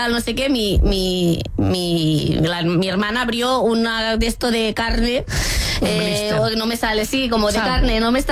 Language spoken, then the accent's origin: Spanish; Catalonia, Spain